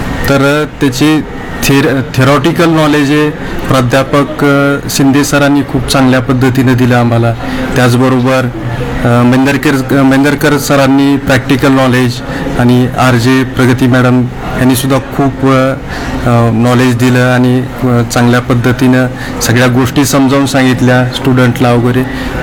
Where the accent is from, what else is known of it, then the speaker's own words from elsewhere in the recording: Dharashiv, Maharashtra, India; मी proper धाराशिवचाच आहे